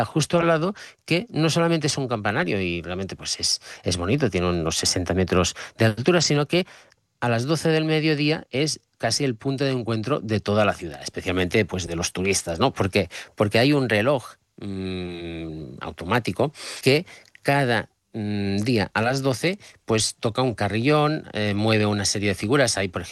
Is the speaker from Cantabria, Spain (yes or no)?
no; Catalonia, Spain; a mí como catalán pues me hizo ilusión